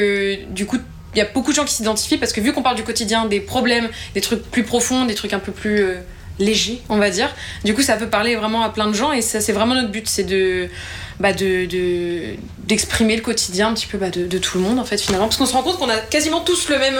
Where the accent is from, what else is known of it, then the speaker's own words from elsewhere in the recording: Clermont-Ferrand, Auvergne-Rhône-Alpes, France; Clermont-Ferrand.